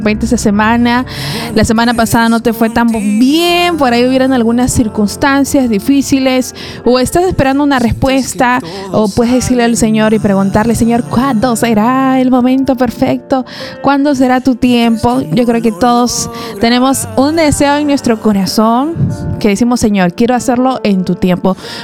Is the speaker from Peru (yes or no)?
yes; northern Peru, Peru; Hoy almorcé mi rico chambar como buena norteña.